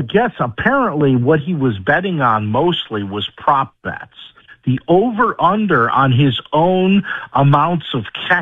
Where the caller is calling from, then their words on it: Baton Rouge, Louisiana, United States; here in Baton Rouge